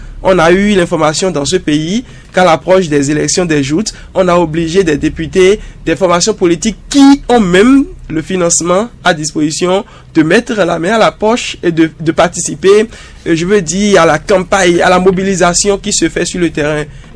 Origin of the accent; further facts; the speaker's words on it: Benin; chez nous au Bénin